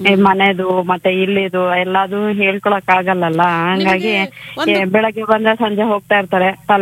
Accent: Manchanahalli, Karnataka, India; now in Bengaluru, India; ನಮ್ಮೂರು ಬಂದ್ಬಿಟ್ಟು ಗೌರಿಬಿದನೂರ್ ಹತ್ರ ಮಂಚನಹಳ್ಳಿ. ನಾವಿರೋದು ಬೆಂಗಳೂರಲ್ಲಿ, ಇಲ್ಲಿ ಬೇಗೂರ.

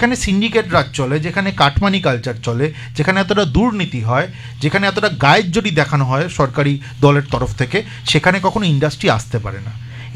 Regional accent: West Bengal, India; আমরা আজকে এই স্টুডিওতে যারা বসে রয়েছি তারা প্রত্যেকে বাঙালি, আমাদের বাঙালি আইডেন্টিটি রয়েছে, আমাদের বাঙালি জাত্যাভিমান রয়েছে, আমরা বাঙালি কোট অ্যান্ড কোট বাঙালি অস্মিতাতেও কিন্তু বিশ্বাস করি

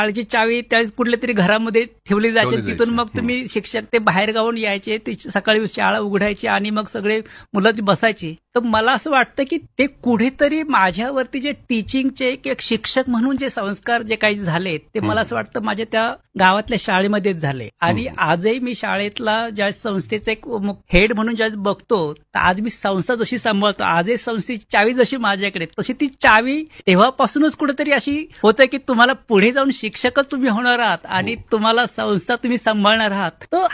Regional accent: Maharashtra, India; आदिवासी भाग आहे सर्व जो, तर हे असे आदिवासी जे वेगवेगळी छोटी छोटी गावं आहेत त्या गावांमध्ये तिथे माझं जन्म झाला आणि प्राथमिक शिक्षण सुद्धा माझं गावामध्येच झालं.

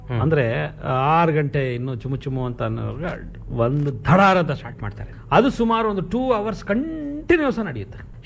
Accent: South India, India; ನಾನು ಬೆಂಗಳೂರಿಂದ ಬಂದಿದ್ದೀನಿ, I M A south Indian

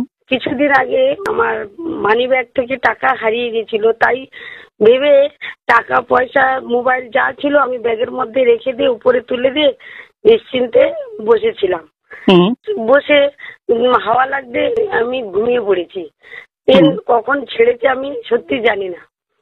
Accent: Kultali, West Bengal, India; আমার বাড়ি কুলতলি মৈপিল গ্রামে।

